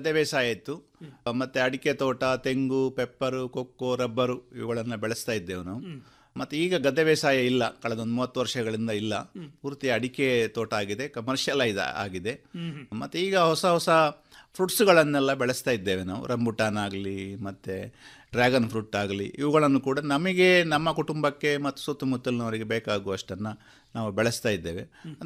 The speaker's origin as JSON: {"language": "Kannada", "town": "Punacha", "region": "Karnataka", "country": "India", "tie": "born or raised there", "also_born_or_lived": "Sajipa Mooda / Puttur", "said": "61ನೇ ಇಸವಿಯಲ್ಲಿ ನಾನು ಹುಟ್ಟಿದ್ದು ಬಂಟ್ವಾಳ ತಾಲೂಕಿನ ಪುಣಚ ಗ್ರಾಮದಲ್ಲಿ. ತಂದೆ ತಾಯಿ ಇಬ್ಬರು ಕೂಡ ಕೃಷಿಕರು. ನಾವು 5 ಜನ ಮಕ್ಕಳು"}